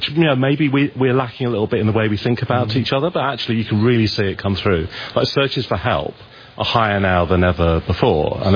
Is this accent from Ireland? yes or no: no; England, United Kingdom; I grew up in England, did not grow up with proms, and now it's a global thing.